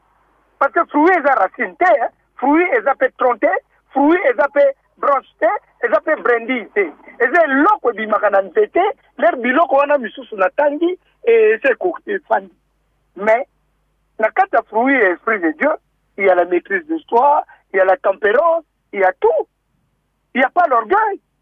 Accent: DR Congo; Mais il faut y avoir que nous sommes Congolais

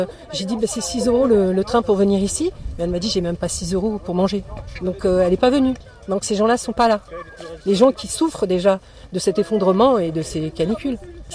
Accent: Le Havre, Normandy, France; je viens du Havre et ce méga canal nous concerne aussi

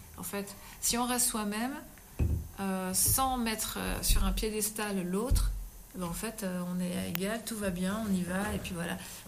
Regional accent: France; now in Belgium; je suis française et que j'arrive en Belgique

